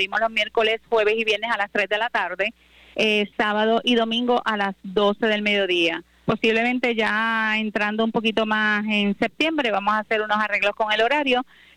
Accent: San Germán, Puerto Rico; ah, pues yo soy de San Germán

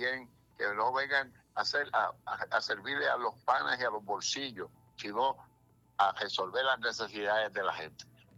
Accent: Puerto Rico; Puerto Rico, porque somos puertorriqueños primero.

